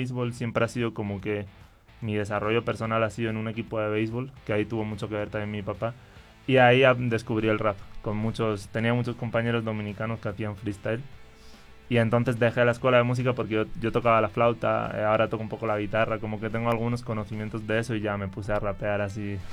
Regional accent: Pamplona, Navarre, Spain; now in Mexico; la región de donde soy, de España, que es Navarra … que es está en euskera.

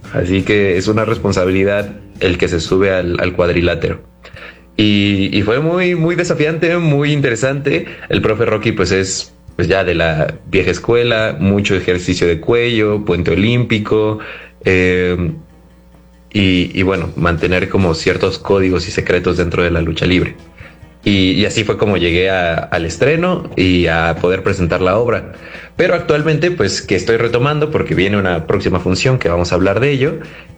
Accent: Tlalnepantla, State of Mexico, Mexico; yo soy de Tlalnepantla, Estado de México.

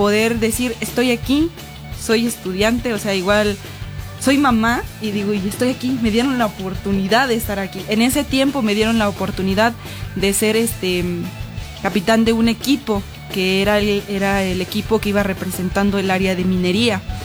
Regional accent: Zimapán, Hidalgo, Mexico; moved away as an adult; pero pues yo tenía que venir a Zimapán, yo tenía que venir a ver a mi familia. El hecho de viajar y llegar a la ciudad, yo al final de cuentas soy una chica de pueblo, ¿no?

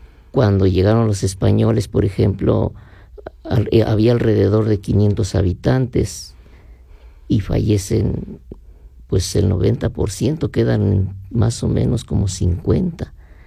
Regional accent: San Juan Solís, Mexico

